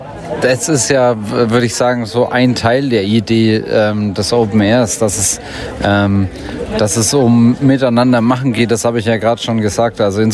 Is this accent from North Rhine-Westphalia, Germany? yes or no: no; Bad Windsheim, Bavaria, Germany; Ich komme auch aus Bad Windsheim direkt und bin so in der musikalischen Subkultur auch sozialisiert worden.